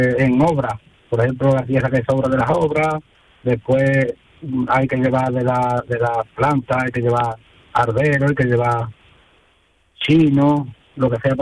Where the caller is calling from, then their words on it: Alcalá de Guadaíra, Andalusia, Spain; Yo de Alcalá de Guadaira.